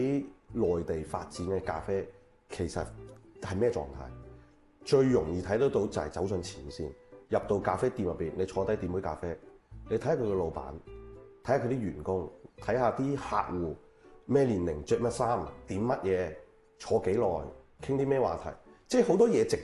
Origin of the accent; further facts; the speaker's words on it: China; 这個品牌轉到落我哋中國人手上之後